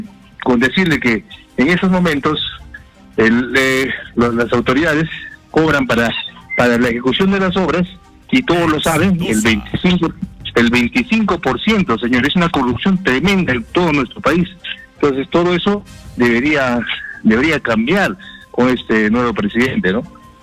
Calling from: Huánuco, Peru; Le estoy llamando de Huánuco

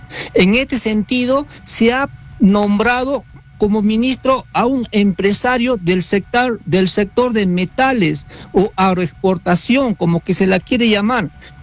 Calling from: Challhuahuacho, Apurímac, Peru; Llamo desde Chalhuahuacho, Apurímac.

